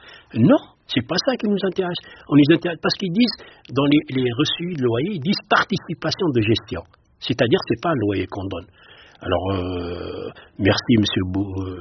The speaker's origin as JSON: {"language": "French", "country": "Algeria", "moved": "yes", "said": "on a quitté l'Algérie, on a pensé c'est fini, on ne les trouve plus, on les a trouvés dans le foyer."}